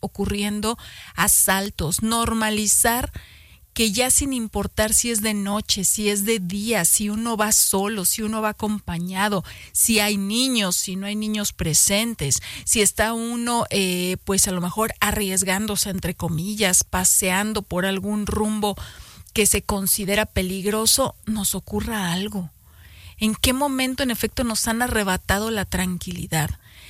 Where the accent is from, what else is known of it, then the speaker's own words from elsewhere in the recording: Mexico; no podemos tampoco dejar de sentirnos mexicanos y mexicanas